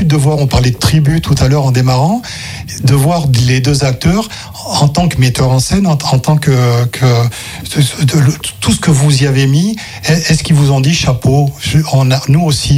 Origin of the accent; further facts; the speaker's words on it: Cannes, Provence-Alpes-Côte d'Azur, France; j'ai grandi à Cannes